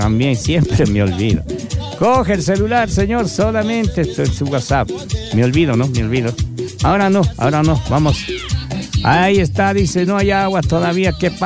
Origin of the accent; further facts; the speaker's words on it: Oña, Azuay, Ecuador; born there; moved away; En esta tierra nací yo. Y me siento orgulloso de haber sido de aquí y ser de aquí. Viva donde viva o haya vivido donde haya vivido. Que siempre he dicho, esta es mi tierra linda, el San Felipe de Oña.